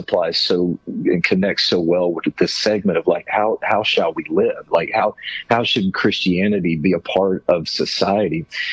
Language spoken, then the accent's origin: English; Arkansas, United States; I grew up in Arkansas